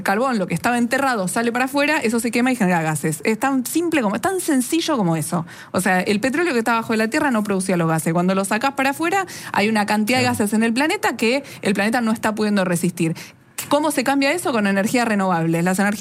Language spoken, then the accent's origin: Spanish; Argentina; los países como la Argentina